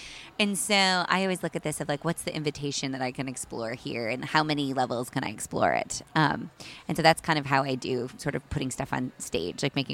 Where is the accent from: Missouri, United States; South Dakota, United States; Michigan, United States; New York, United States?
Michigan, United States; I grew up in, you know, the Midwest. I grew up in Michigan.